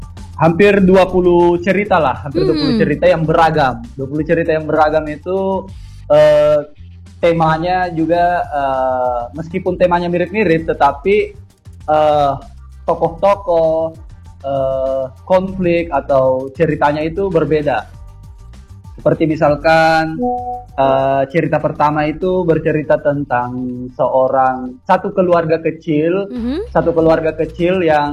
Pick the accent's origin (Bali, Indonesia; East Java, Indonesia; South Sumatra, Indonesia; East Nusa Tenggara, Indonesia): East Java, Indonesia; Kediri; Kalau saya dari Kediri, Mbak.